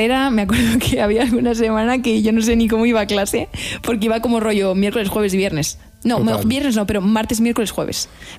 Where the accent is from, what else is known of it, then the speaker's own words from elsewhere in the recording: Madrid, Community of Madrid, Spain; yo soy madrileña de toda la vida.